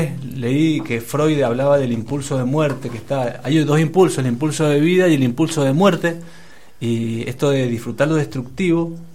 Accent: San Juan, Argentina; porque yo soy sanjuanino.

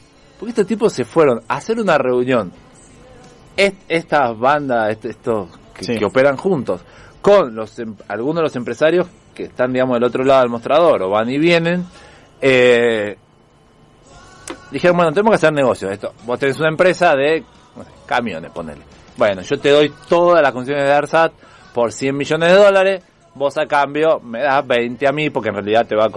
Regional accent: Mendoza, Argentina; ahora somos famosos los mendocinos

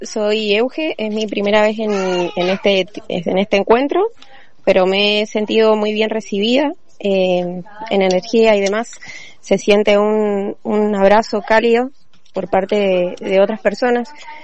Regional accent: Argentina; nos merecemos la libertad y la soberanía como patriotas y como argentinos y como comunidad

